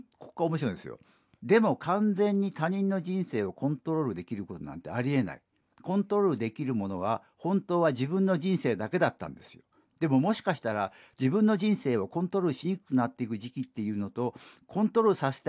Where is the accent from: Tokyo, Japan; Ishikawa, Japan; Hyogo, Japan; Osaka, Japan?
Osaka, Japan; accent: Osaka dialect; なんで僕大阪弁になって